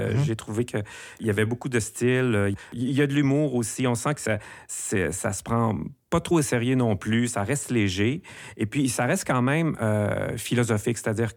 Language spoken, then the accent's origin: French; Alma, Quebec, Canada; et c'est ma ville natale, moi aussi, Alma, donc j'ai retrouvé beaucoup de références, beaucoup de lieux que je connais moi-même, là.